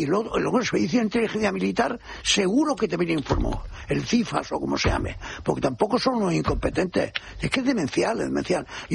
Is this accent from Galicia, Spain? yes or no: no; Ceuta, Spain; Yo soy Ceutí, y juro ante la patrona de Ceutí que yo y mis hijos y mis nietos no votarán al PSOE mientras esté Pedro Sánchez.